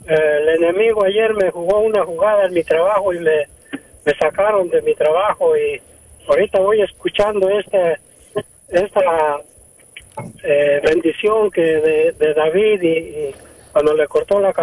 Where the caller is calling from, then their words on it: Mexico; mexicano.